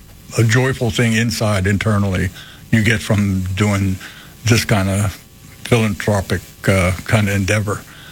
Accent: Aliquippa, Pennsylvania, United States; I'm from Maliquippa.

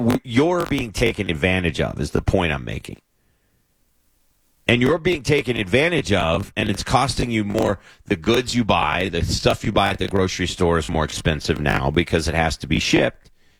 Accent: Kentucky, United States; moved away; my home state of Kentucky

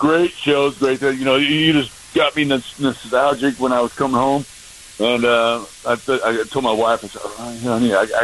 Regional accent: North Haddon, United States; I think I was 10 years old. You know, I grew up in North Haddon.

